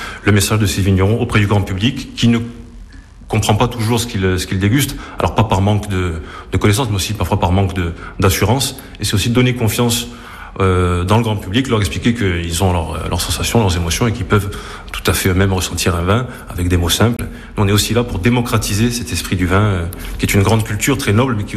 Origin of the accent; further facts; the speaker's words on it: Paris, Île-de-France, France; also born or lived in Bastia; now in Corsica, France; moi j'ai grandi à Paris